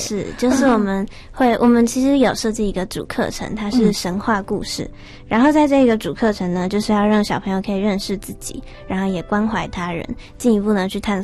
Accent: Yilan County, Taiwan; 我是宜兰的。

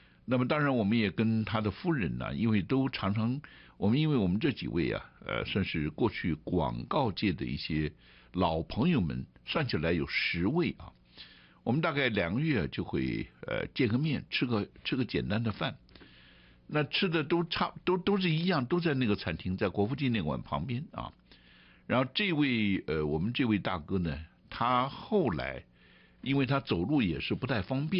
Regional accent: Taiwan; born there

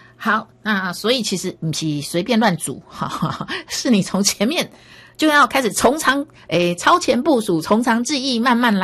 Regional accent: Taiwan; 基本上我觉得我们台湾人吃饭真的是太快了

